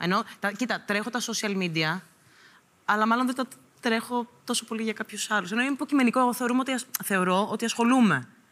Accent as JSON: {"language": "Greek", "town": "Kalavryta", "region": "West Greece", "country": "Greece", "said": "Εγώ Δευτέρα με Παρασκευή είμαι στο χωριό μου."}